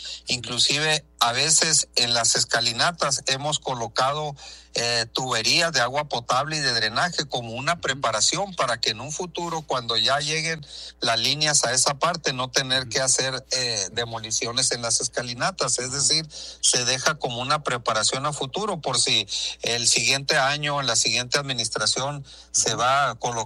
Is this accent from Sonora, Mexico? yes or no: yes; Nogales, Sonora, Mexico; los que somos de Nogales